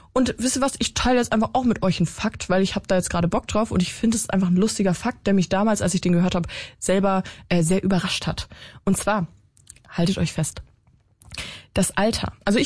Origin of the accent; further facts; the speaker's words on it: North Rhine-Westphalia, Germany; Ich komme aus NRW